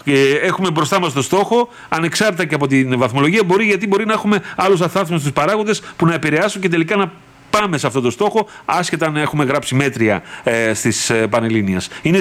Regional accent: Greece

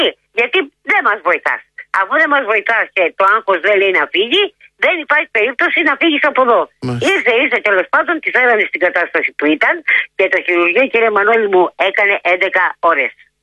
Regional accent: Chalkida, Central Greece, Greece; Γιατί είμαι από την Χαλκίδα και δεν τη γυρίζω πίσω.

